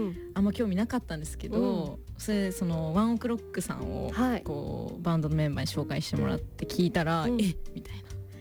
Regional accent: Shizuoka, Japan; also born or lived in Switzerland; スイス生まれの静岡県出身、27歳、シンガーソングライターです。

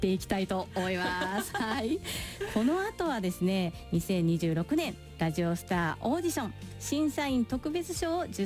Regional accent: Kobe, Hyogo, Japan; そして実は僕の出身もノビーさんと同じく神戸市なんです。

